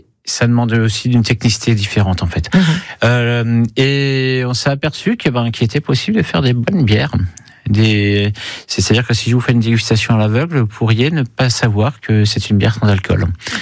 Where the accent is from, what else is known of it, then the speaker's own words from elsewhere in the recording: Grand Est, France; Je suis alsacien